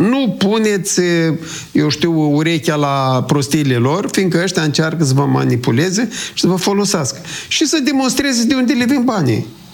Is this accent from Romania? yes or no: no; Moldova